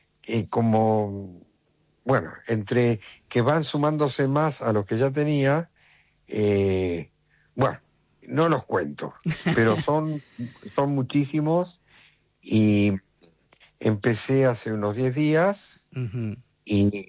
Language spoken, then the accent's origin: Spanish; Argentina; moved away as an adult; also born or lived in Brazil / United States; now in Madrid, Spain; Me dio el gusto de estar en mi tierra con mi público